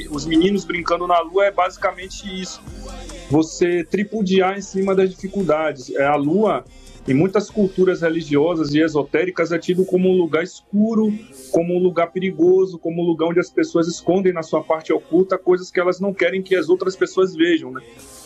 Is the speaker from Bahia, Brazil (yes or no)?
yes; Salvador, Bahia, Brazil; Eu sou de Itapuã, sou da parte da praia, mas já circulei muito, já fiz muito show no Pelourinho também.